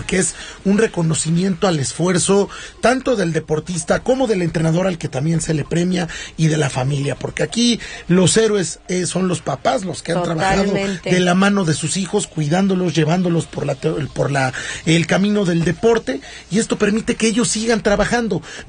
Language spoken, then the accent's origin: Spanish; Mexico; donde los mexicanos, que a lo mejor no nos conocemos de toda la vida, nos abrazamos como hermanos